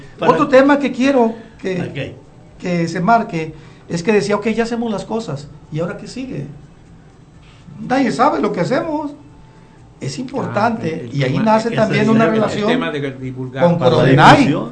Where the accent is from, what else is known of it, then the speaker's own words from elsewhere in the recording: Santiago Ixcuintla, Nayarit, Mexico; somos paisanos, somos de Santiago.